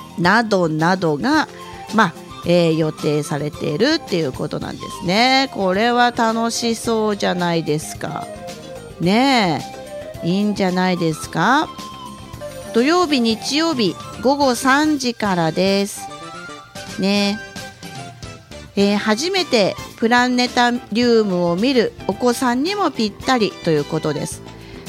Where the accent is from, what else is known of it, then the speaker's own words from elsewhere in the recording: Chiba, Japan; 私千葉出身ですけど、うちの地元には近くになかったから